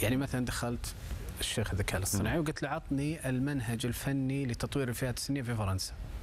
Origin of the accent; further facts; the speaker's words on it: Saudi Arabia; أساسيات تطوير عندنا في المملكة العربية السعودية ما لقيتها